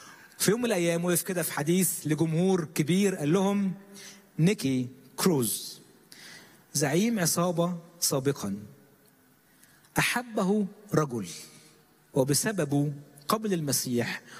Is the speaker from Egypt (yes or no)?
yes; Egypt; احنا شعب مصري